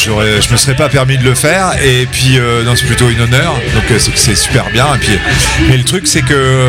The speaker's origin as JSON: {"language": "French", "region": "Normandy", "country": "France", "said": "je suis normand. Même si je suis plutôt bas normand. Je sais que ça n'existe plus, hein."}